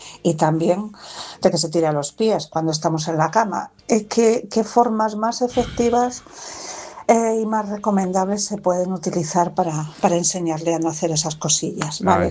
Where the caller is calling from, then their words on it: Madrid, Community of Madrid, Spain; de Madrid.